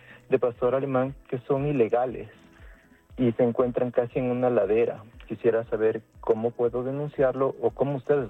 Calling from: Alangasí, Pichincha, Ecuador; Me encuentro en la exactamente en Alangací

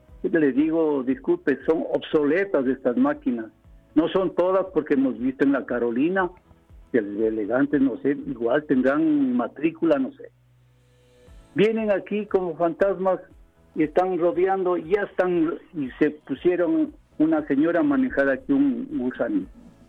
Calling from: Quito, Pichincha, Ecuador; le llamo de Carcelén Alto.

